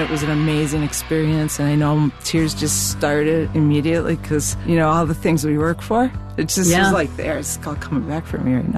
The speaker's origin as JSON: {"language": "English", "town": "Manitowoc", "region": "Wisconsin", "country": "United States", "tie": "born or raised there", "said": "I am 66. So we grew up in Manitowoc, Wisconsin"}